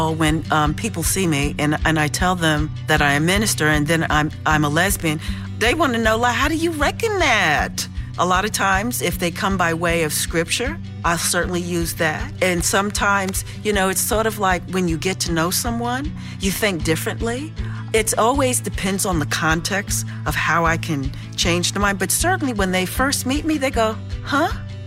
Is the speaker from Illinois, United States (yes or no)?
no; Brooklyn, New York, United States; now in Cambridge, United States; I'm a girl from Brooklyn, and I presently reside in Cambridge, Massachusetts.